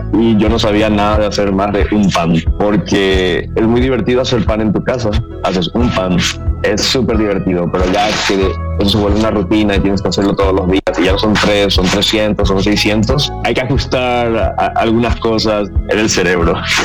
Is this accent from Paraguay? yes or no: yes; Asunción, Paraguay; moved away as an adult; now in Mexico; Yo soy de Asunción, Paraguay, y llegué a México hace muchos años a estudiar aquí. Me dieron una beca y ya me quedé.